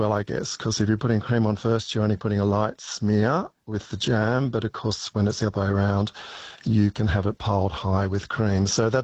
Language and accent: English; Sydney, New South Wales, Australia; now in Darwin, Australia; I grew up in Sydney, where I went to school, where my family lived, where I went to university.